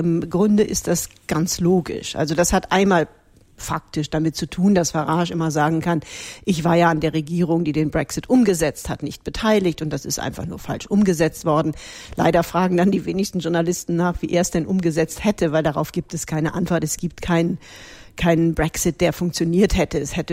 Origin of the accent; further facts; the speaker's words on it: Cologne, North Rhine-Westphalia, Germany; moved away as an adult; now in London, United Kingdom; ich bin in Köln geboren und auch mit ganzem Herzen eine Kölnerin.